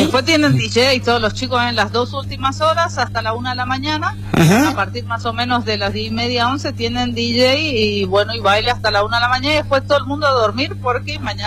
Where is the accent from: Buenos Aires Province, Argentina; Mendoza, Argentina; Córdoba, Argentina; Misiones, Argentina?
Misiones, Argentina; San Pedro; yo que nací, crecí en San Pedro